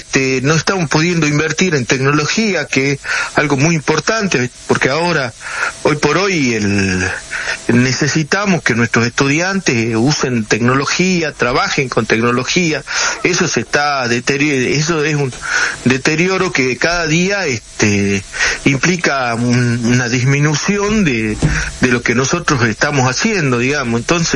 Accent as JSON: {"language": "Spanish", "country": "Argentina"}